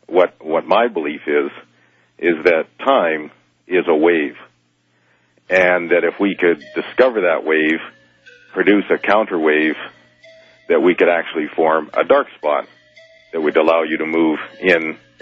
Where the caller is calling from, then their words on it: Calgary, Alberta, Canada; I'm in Calgary, Alberta.